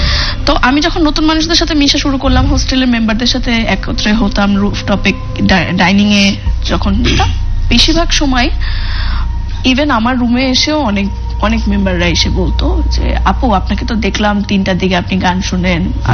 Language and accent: Bangla; Dhaka, Dhaka Division, Bangladesh; আমার হচ্ছে আমার বাসা মিরপুরে, আমি ঢাকায় জন্ম, ঢাকায় থাকি, আমার নানু বাসাও ঢাকায়, আমরা সব ঢাকা স্থানীয়।